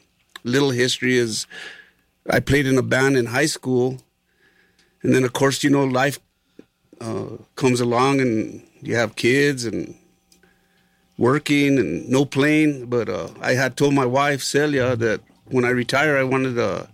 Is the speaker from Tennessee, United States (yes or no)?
no; Albuquerque, New Mexico, United States; also born or lived in Hawaii; I am from Albuquerque, New Mexico. Grew up in the South Valley. I've moved around the country. I lived in Hawaii, but I always come back home, and I really do love living where I live. It's an amazing place.